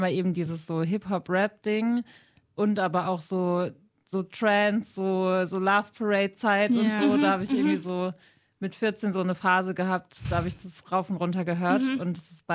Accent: Karlsruhe, Baden-Württemberg, Germany; now in Stuttgart, Germany; ich komme aus Karlsruhe ursprünglich

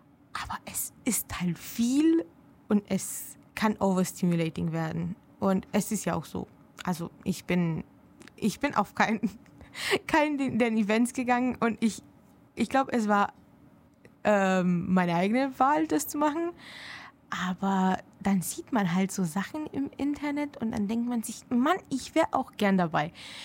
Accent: Heilbronn, Baden-Württemberg, Germany; ich komme ja ursprünglich aus Heilbronn und ich bin ja dort öfters, weil ich pendle zwischen Uni und zu Hause.

